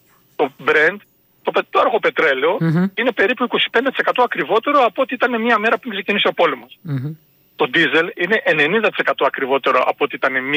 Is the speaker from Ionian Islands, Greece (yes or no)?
no; Serres, Central Macedonia, Greece; Εγώ είμαι από τις Σέρες, δηλαδή εκεί που να χρειάζεται 2-3.000 λίτρα.